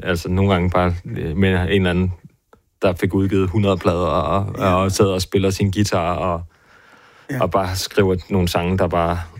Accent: Svendborg, Region of Southern Denmark, Denmark; Jamen altså, jeg er fra Svendborg

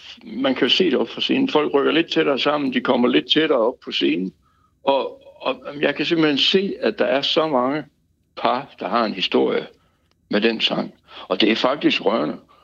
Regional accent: Aalborg, North Denmark Region, Denmark; now in Silkeborg, Denmark; Men altså, jeg er jo aalborgenser, selvom jeg har boet 50 år i Silkeborg. Men altså, jeg er vokset op i Aalborg.

